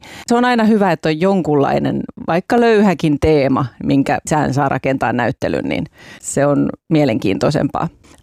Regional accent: Turku, Southwest Finland, Finland; turkulaisena, syntyperäisenä turkulaisena

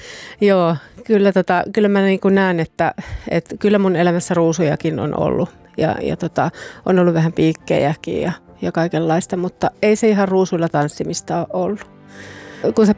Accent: Eastern Finland, Finland; born or raised there

